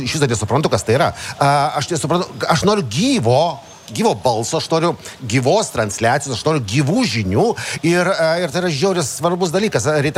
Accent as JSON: {"language": "Lithuanian", "town": "Vilnius", "region": "Vilnius County", "country": "Lithuania", "tie": "born or raised there", "said": "aš taip noriu grįžti į savo gimtąjį miestą"}